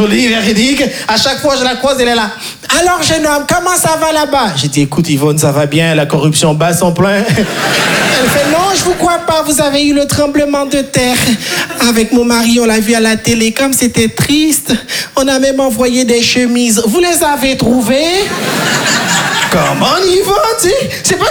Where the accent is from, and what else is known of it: Haiti